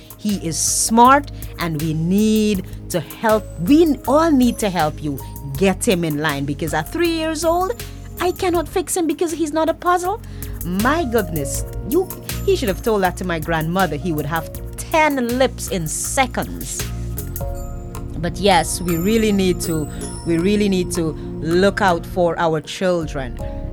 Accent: Guyana; we're from Essequibo, so we go there all the time.

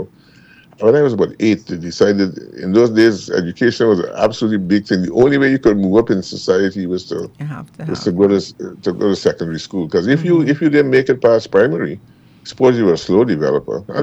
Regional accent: Georgetown, Demerara-Mahaica, Guyana; born there; I was born in Albertown

